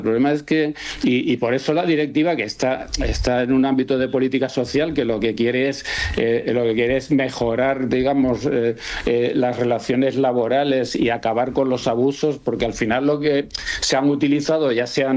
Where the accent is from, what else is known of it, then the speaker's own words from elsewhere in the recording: Canary Islands, Spain; born there; es verdad que yo nací en Canarias